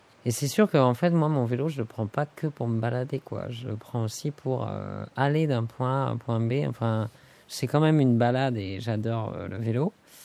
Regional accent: Nantes, Pays de la Loire, France; Nantes, je viens de Nantes. J'habitais dans un village, mais je suis né très près d'un marais et de la mer.

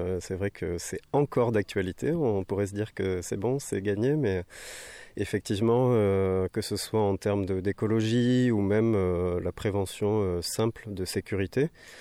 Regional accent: Overseas France, France; Je suis originaire de l'Outre-mer et voilà, et j'ai travaillé aussi dans le Sud-Ouest, à Oléron.

